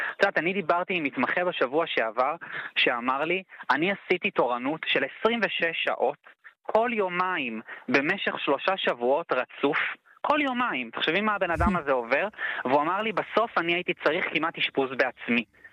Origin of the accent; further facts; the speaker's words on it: England, United Kingdom; now in Israel; אני גדלתי בחול, גדלתי באנגליה, למדתי בבית ספר לא בארץ, והחלטתי להיות כאן רופא.